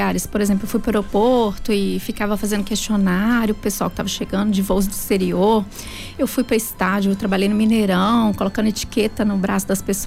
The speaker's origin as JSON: {"language": "Portuguese", "region": "Minas Gerais", "country": "Brazil", "also_born_or_lived": "Belo Horizonte", "said": "Depois eu retornei para nossa cidade."}